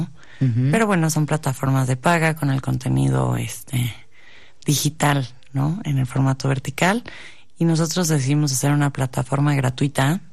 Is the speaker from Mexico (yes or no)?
yes; Mexico; Todas somos mexicanas